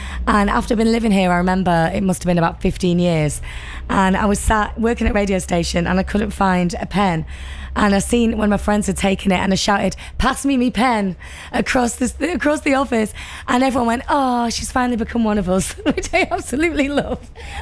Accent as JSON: {"language": "English", "town": "Manchester", "region": "North West England", "country": "United Kingdom", "moved": "yes", "said": "accents, because I've been living in the Northeast now for 20 years, but I am originally from Manchester. Many people probably, you hear it in my accent, but I've been here long enough for it to kind of change a little bit."}